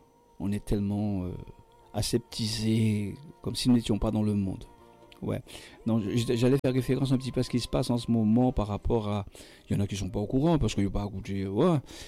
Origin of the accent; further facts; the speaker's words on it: Guadeloupe; Quand je suis Guadeloupéen, moi aussi